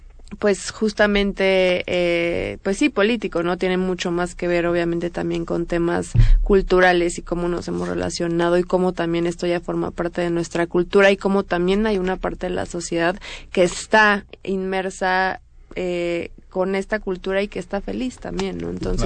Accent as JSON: {"language": "Spanish", "country": "Mexico", "said": "por ser mexicanos"}